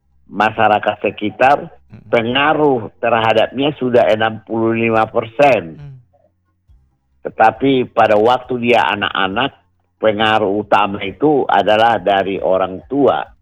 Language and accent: Indonesian; North Sumatra, Indonesia; Dan sebagai orang Batak, adatnya, ya, adat, maradat punya kaitan dengan hubungan antar manusia.